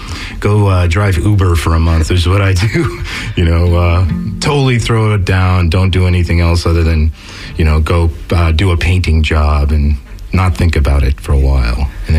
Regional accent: New Jersey, United States; accent: Northeast; I grew up in New Jersey

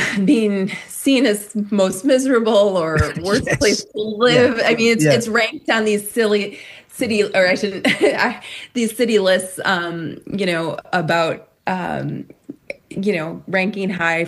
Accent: Rockford, Illinois, United States; the novel's set in Rockford, Illinois, and that is my hometown. It's where I live.

